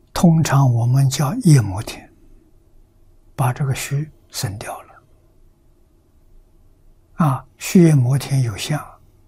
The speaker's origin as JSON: {"language": "Chinese", "country": "China"}